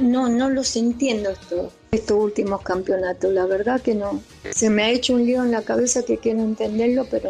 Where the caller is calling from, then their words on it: La Tablada, Buenos Aires Province, Argentina; Soy de acá de La Tablada.